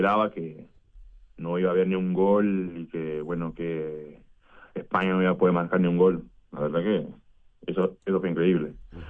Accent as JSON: {"language": "Spanish", "region": "Santo Antão", "country": "Cape Verde", "moved": "yes", "said": "Soy de la isla de Santo Antão."}